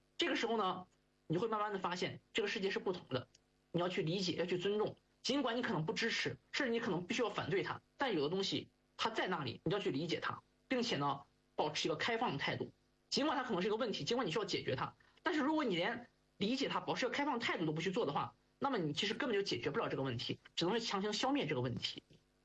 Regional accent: Binzhou, Shandong, China; now in Beijing, China; 后来一看，果然是我们老家老乡的人，真的是很难得。

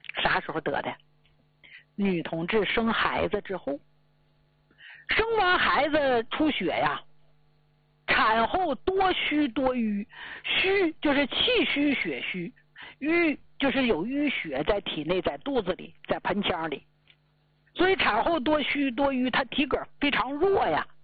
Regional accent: Northeast China, China; 所以为啥出去咱们东北人，黑龙江、吉林、辽宁、内蒙啊，这都是咱们东北人吗？

